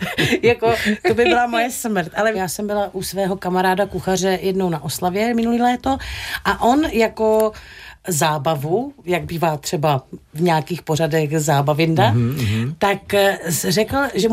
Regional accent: Moravia, Czechia; ale u nás na Moravě v podstatě oslava znamená zabití jídlem

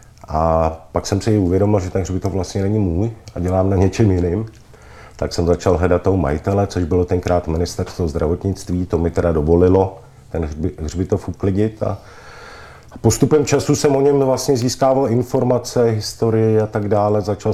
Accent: Prague, Czechia; protože jsem z Bohnic, což taky není úplně jednoduchý být z Bohnic, jako malý kluk, když někam přijdete, řeknete, že jste z Bohnic

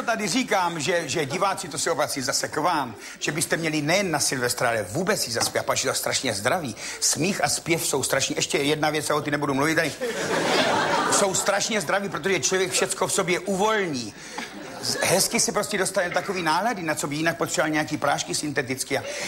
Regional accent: Řicmanice, South Moravian Region, Czechia

